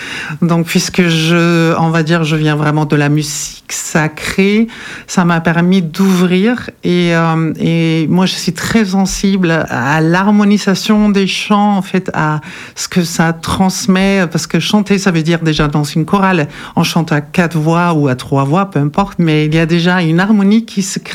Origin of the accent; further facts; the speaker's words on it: Germany; French is a second language; now in Dordogne, France; voilà, je suis allemande, comme vous pouvez peut-être déjà savoir à rapport de mon nom. Ça fait 20 ans maintenant que je vis en Dordogne